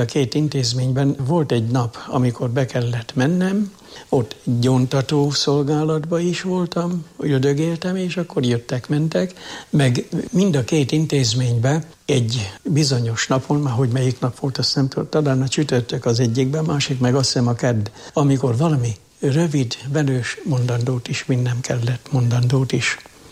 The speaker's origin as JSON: {"language": "Hungarian", "town": "Jászárokszállás", "region": "Jász-Nagykun-Szolnok", "country": "Hungary", "tie": "born or raised there"}